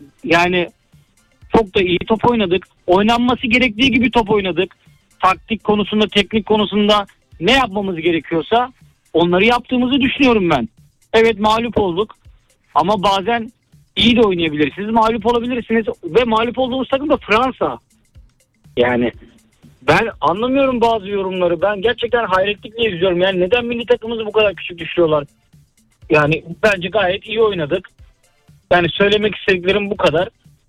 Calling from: Istanbul, Turkey; İstanbul'dan arıyorum ben.

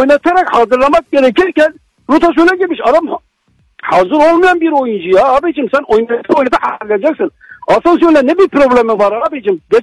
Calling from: Izmir, İzmir, Turkey; İzmir'den arıyorum.

